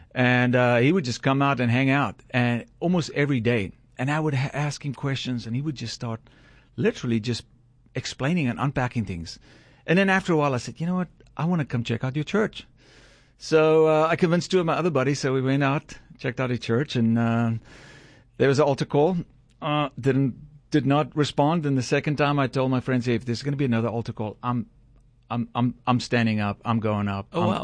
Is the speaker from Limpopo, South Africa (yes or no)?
no; Kirkwood, Eastern Cape, South Africa; Yeah, South Africa. So, I grew up in South Africa in a small town called Kirkwood. It's about an hour away from Port Elizabeth.